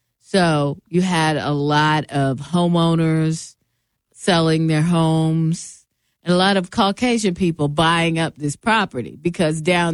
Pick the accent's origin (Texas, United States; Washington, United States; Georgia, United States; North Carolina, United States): Washington, United States; Seattle; In my hometown, Seattle, Washington, one of the things that they did, now, I would tell you, in comparison to living out here, there is no hood there.